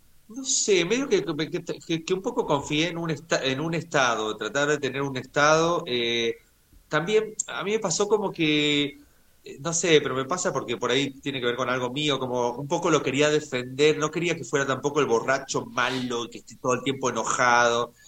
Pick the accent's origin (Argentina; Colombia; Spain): Argentina; San Juan; moved away; yo que soy sanjuanino